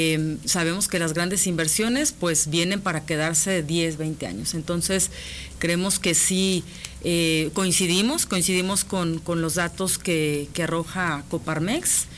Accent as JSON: {"language": "Spanish", "country": "Mexico"}